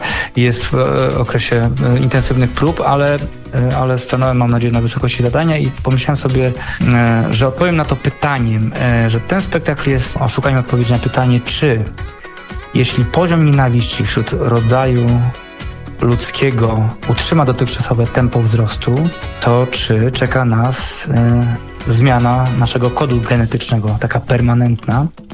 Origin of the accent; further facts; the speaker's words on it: Warsaw, Masovian Voivodeship, Poland; Ja się wychowywałem na Dalekiej Woli w latach 80. w Warszawie